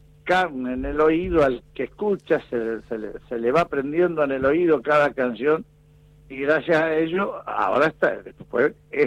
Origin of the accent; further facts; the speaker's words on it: Las Flores, Buenos Aires Province, Argentina; moved away as an adult; now in Saladillo, Argentina; Así que bueno, me crié ahí en Las Flores hasta los 29 años, después me vine a Saladillo hace 41 que estoy